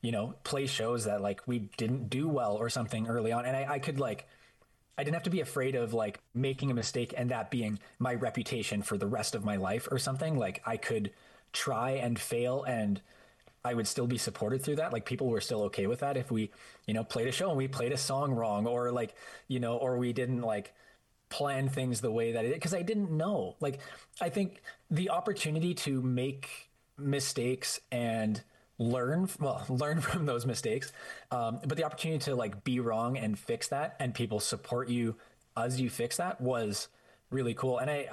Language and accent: English; Prince George, British Columbia, Canada; now in Calgary, Canada; we're from Prince George